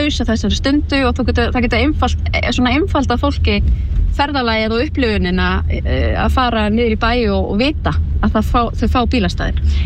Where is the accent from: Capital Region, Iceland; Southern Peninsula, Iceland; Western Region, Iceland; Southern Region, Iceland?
Capital Region, Iceland; Reykjavík